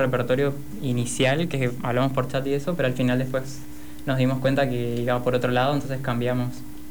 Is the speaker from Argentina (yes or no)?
yes; Ituzaingó, Corrientes, Argentina; moved away; somos de Ituzaingó, Corrientes.